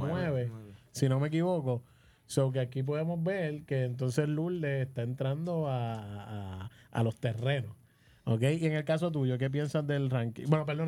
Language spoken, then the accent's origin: Spanish; San Juan, Puerto Rico; now in Bayamón, Puerto Rico; Pues yo también soy vecino de, bueno, era vecino de Atorrey, pero ahora vivo en Bayamón. Pero siempre me crié en Atorrey